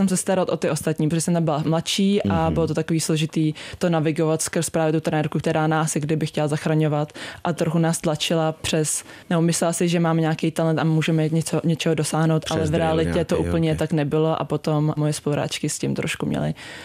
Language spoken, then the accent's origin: Czech; Prague, Czechia; Jsem z Prahy, takže v Praze.